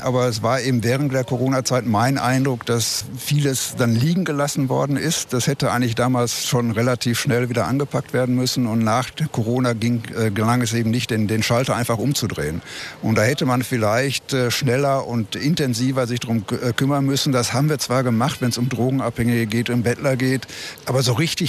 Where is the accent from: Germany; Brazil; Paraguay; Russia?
Germany; Dortmund, North Rhine-Westphalia; Ich bin Dortmunder und bleibe Dortmunder, ja.